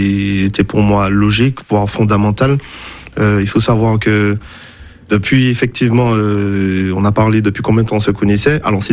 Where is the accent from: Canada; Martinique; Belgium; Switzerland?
Martinique; Ben déjà, notre culture, nous sommes martiniquais tous les deux.